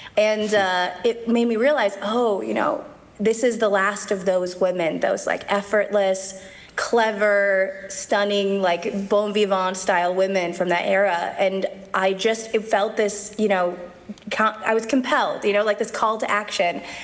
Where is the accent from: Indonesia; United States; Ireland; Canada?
Canada; So, and I'm Canadian, so it's even worse.